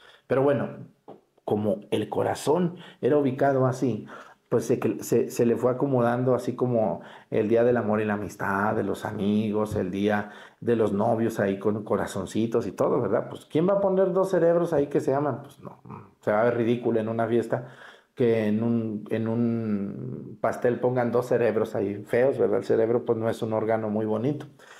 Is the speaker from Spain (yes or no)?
no; Mexticacán, Jalisco, Mexico; ahí en mi pueblo, en Mestigacán